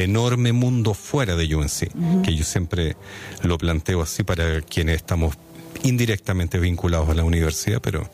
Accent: Chile; moved away as an adult; now in Chapel Hill, United States; Nosotros somos chilenos, nos regresábamos a Chile.

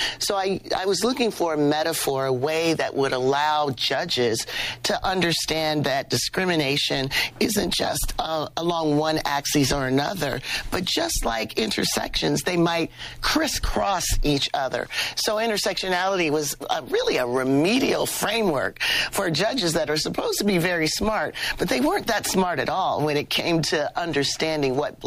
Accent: Canton, Ohio, United States; born or raised there

